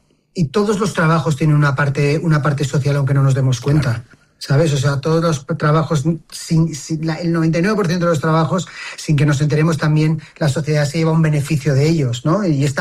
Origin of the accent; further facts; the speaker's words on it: Barcelona, Catalonia, Spain; Barcelona es un imperdible 100%, porque además yo soy barcelonés